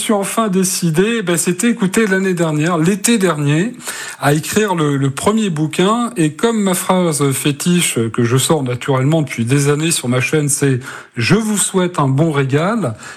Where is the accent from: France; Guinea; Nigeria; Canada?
France; Vernon, Normandy; j'ai été élevé à Vernon, donc comme vous le disiez, dans une famille où on ne mangeait que les produits du jardin.